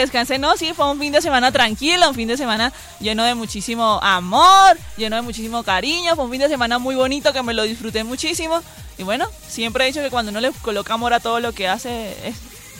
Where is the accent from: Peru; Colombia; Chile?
Colombia; obviamente ayer como colombianos